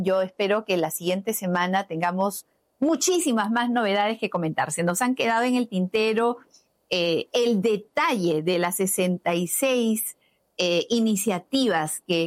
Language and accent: Spanish; Peru; somos peruanos con DNI